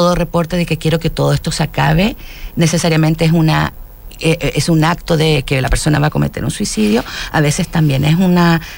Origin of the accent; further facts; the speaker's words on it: Chile; yo creo que hasta culturalmente como chileno, que es preguntar directamente